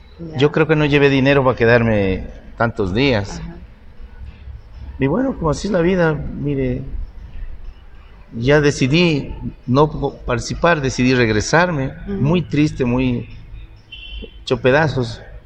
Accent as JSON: {"language": "Spanish", "country": "Ecuador", "tie": "born or raised there", "said": "Bueno, sí, en realidad fue una gran aventura porque solo de mi pueblo a Ibarra eran como 3 horas. De Ibarra a Quito eran como 12 horas. De Quito a Guayaquil eran como un día y una noche."}